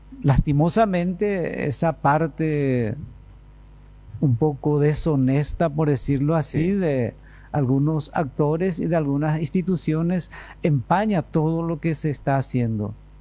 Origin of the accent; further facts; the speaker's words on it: Caacupé, Cordillera, Paraguay; yo nací en Cacupé